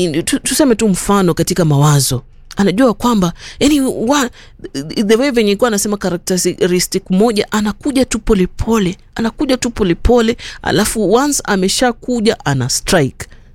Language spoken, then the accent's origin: Swahili; Kenya; now in Nairobi, Kenya; So kule kwetu kwa lugha ya kipokom tunasema ni mbothe.